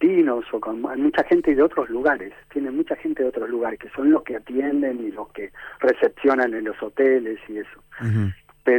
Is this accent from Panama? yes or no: no; Argentina; lo loco que somos los argentinos, no se podía entrar con una bandera, nos ingeniamos para entrar con una bandera en la cancha